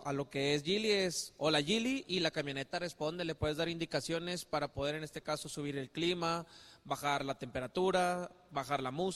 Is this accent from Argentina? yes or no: no; Monterrey, Nuevo León, Mexico; De aquí de Monterrey.